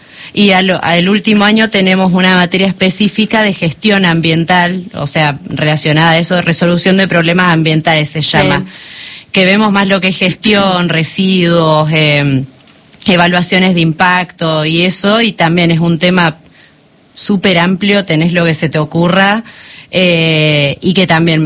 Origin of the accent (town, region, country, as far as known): Pellegrini, Argentina; born or raised there